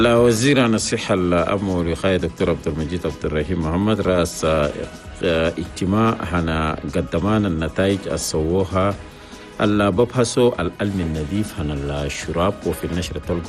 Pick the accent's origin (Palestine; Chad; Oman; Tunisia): Chad; بلدنا تشاد